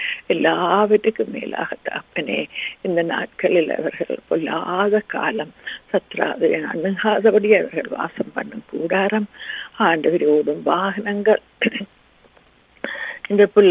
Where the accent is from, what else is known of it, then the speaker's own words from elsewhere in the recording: Sri Lanka; moved away; அந்த சிறிய நாங்கள் பிறந்து வளர்ந்த அந்த சிறிய தீவுக்காக